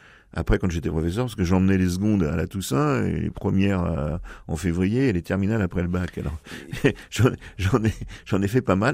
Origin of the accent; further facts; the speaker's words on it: France; born there; je suis né en 1960, donc je suis né dans une France qui était sociologiquement encore chrétienne.